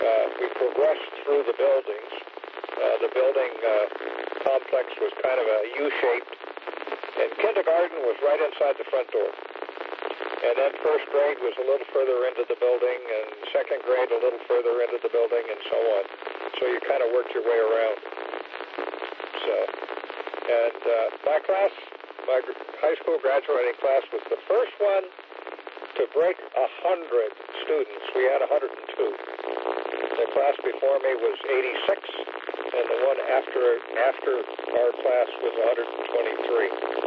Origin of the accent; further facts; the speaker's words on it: Ohio, United States; We grew up in Ohio. It was white Anglo-Saxon Protestant, and the town was that way, too.